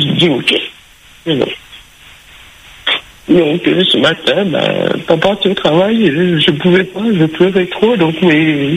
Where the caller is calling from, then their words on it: Le Tampon, Réunion, France; je suis chez moi au tampon.